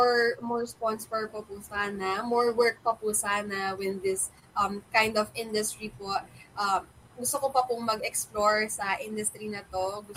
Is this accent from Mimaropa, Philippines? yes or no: no; Santa Rosa, Calabarzon, Philippines; sa amin sa Santa Rosa